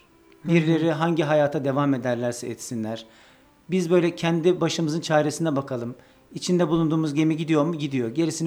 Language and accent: Turkish; Kırşehir, Turkey; now in Yozgat, Turkey; Yozgat'tan geliyoruz ama Yozgatlı değilim, Kırşehirliyim ben de. Orada evet. Büyüdük, orada okuduk.